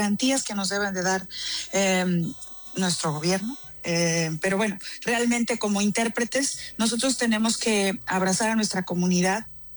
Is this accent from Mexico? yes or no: yes; Mexico; somos mexicanos